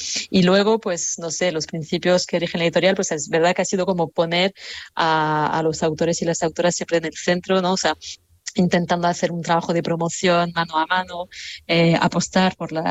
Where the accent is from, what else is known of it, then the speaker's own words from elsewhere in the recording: Bilbao, Basque Country, Spain; ¿cómo se ve que soy de Bilbao y tal?